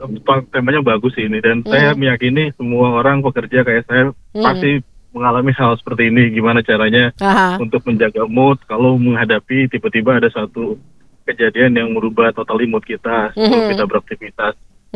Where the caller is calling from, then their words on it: Depok, West Java, Indonesia; Kalau kita warga Depok ya